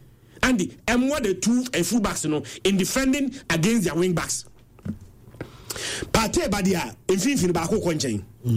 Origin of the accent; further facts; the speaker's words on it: Ghana; being a Ghanaian